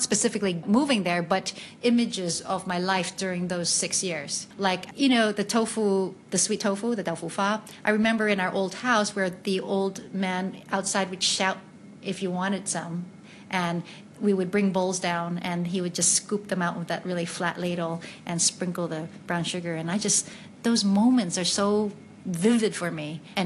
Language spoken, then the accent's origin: English; United Kingdom; accent: British; Or the teacher criticizing my accent because it was a British thing.